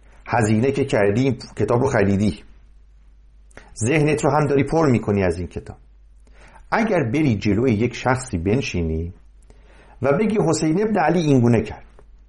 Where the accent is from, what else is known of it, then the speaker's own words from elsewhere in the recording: Mazandaran, Iran; من از اونجا دارم، من چون مازندرانی هستم از اونجا شروع میکنم.